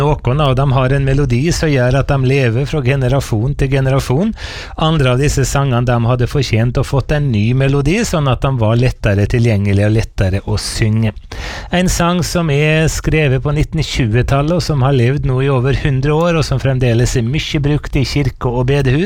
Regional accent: Eide, Møre og Romsdal, Norway; allerede som liten gutt på bedehuset hjemme på Eide på Nordmøre

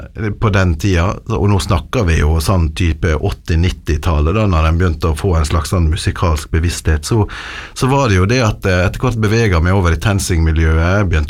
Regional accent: Volda, Møre og Romsdal, Norway; moved away as an adult; now in Ålesund, Norway; Ja, sant, født og oppvokst I Volda og så har jeg jo vært litt rundt I Norges land nå bor jeg I Ålesund

